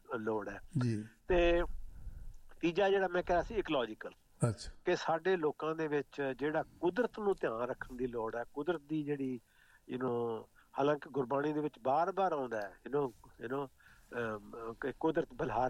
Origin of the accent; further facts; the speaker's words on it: Punjab, India; ਮੈਂ ਵੀ ਗੌਰਮੈਂਟ ਸਕੂਲਾਂ 'ਚ ਪੜ੍ਹਿਆ ਅਤੇ ਮੈਂ ਦੇਖੋ ਜੀ ਸਾਡੇ ਪਿੰਡ ਦੇ ਨੇੜੇ ਸੀ ਤਖੜਾ ਪਿੰਡ, ਉੱਥੇ ਮੈਂ 8ਵੀਂ 'ਚ ਪੜ੍ਹਦਾ ਸੀ ਅਤੇ ਮੈਂ ਸਾਰੇ ਜ਼ਿਲ੍ਹੇ 'ਚ ਸੈਕਿੰਡ ਆਇਆ ਸੀ